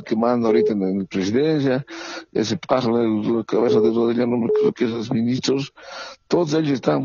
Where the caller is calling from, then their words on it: Cochabamba, Bolivia; aquí hablando Cochabamba, Zona